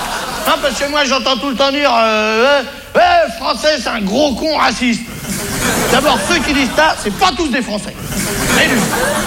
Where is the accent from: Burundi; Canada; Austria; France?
France